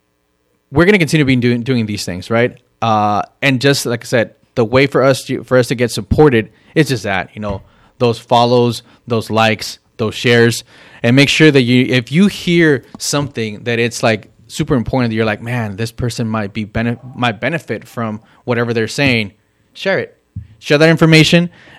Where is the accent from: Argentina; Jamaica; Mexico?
Mexico; moved away; also born or lived in United States; I'm also Mexican. I was raised in Mexico.